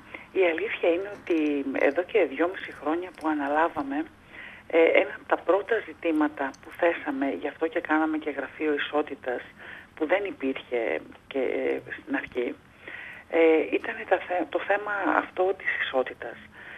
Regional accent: Greece; η χώρα μας

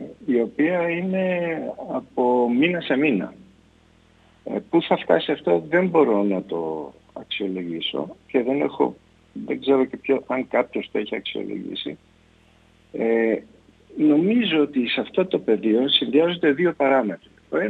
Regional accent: Athens, Attica, Greece; επειδή εγώ είμαι Αθηναίος.

